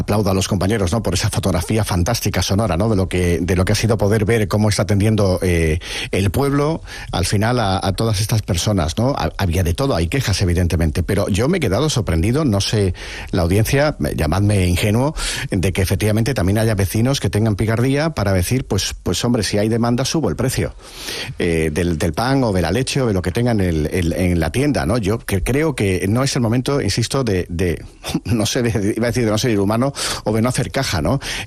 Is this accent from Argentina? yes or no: no; Spain